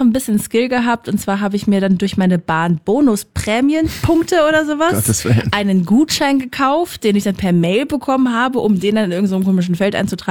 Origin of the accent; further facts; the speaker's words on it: Hanover, Lower Saxony, Germany; Und zwar war ich in Hannover, in meiner Heimatstadt, und wollte dann zurückfahren